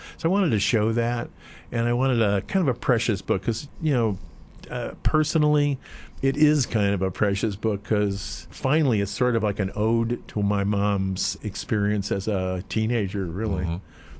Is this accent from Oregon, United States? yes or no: no; Chicago, Illinois, United States; When we were kids, my sister and I, my mom used to tell stories, and we grew up in Chicago.